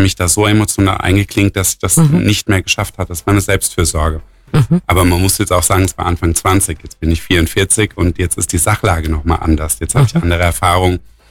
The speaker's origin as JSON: {"language": "German", "country": "Germany", "moved": "as an adult", "lives_now": "Allgäu, Germany", "said": "wie man hört, bin ich auch nicht hier aus der Region, sondern ich komme aus dem Metropolregion Rhein-Neckar, wie es so schön heißt."}